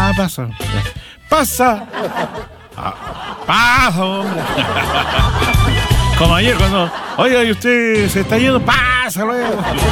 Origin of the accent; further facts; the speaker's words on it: Talcahuano, Biobío, Chile; born there; Oh, ya no he vuelto más para Talcahuano. Y yo nací en Talcahuano.